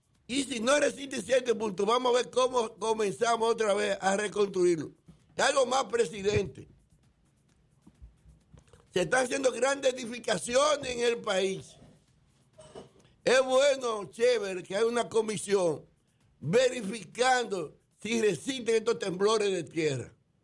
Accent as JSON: {"language": "Spanish", "country": "Dominican Republic"}